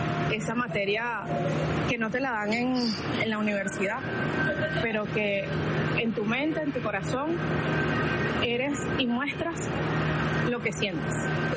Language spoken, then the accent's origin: Spanish; Venezuela; vamos a seguir siendo esos venezolanos que somos fuertes